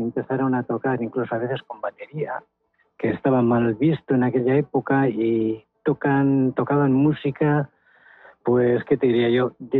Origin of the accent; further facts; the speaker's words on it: Getxo, Basque Country, Spain; yo soy de Algorta